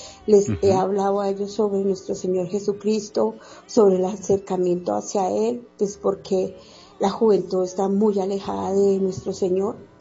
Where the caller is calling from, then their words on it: Bogotá, Colombia; de la ciudad de Bogotá. Soy auxiliar de enfermería de un hospital de Bogotá.